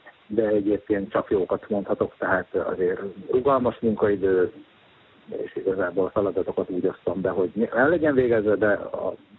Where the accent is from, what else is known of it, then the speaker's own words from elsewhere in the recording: Jászkarajenő, Pest, Hungary; itt szülőfalumban Jászkarjenőn